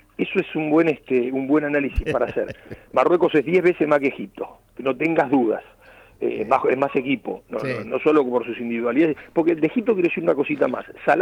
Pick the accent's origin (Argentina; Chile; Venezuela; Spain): Argentina; Primero, porque soy argentino.